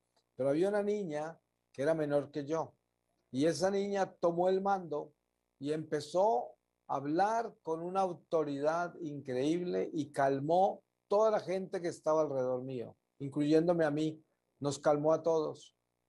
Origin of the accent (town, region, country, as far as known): Colombia; born there